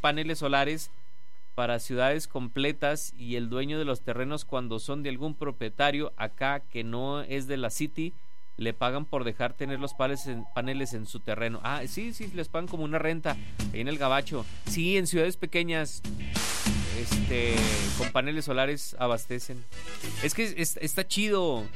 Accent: Mexico; somos mexicanos

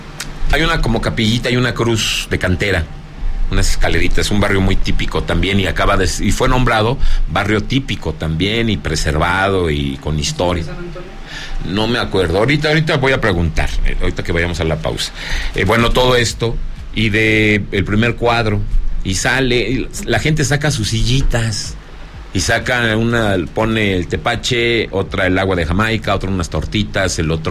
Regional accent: Zacatecas, Mexico; Ay, mira que por primera vez en la historia de mi tierra, Zacatecas, me están diciendo que hago la Alta Palmira.

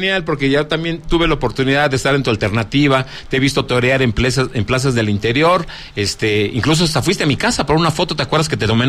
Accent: Zacatecas, Mexico; hablando de mi tierra, gracias por estar en mi tierra, Zacatecas

